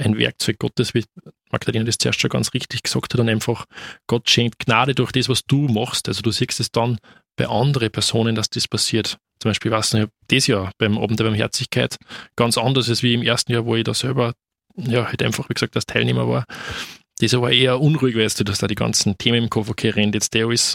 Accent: Wels, Upper Austria, Austria

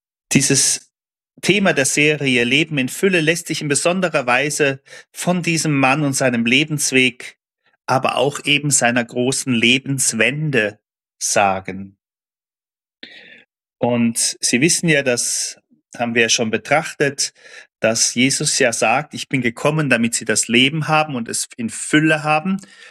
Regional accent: Saarbrücken, Saarland, Germany; born or raised there

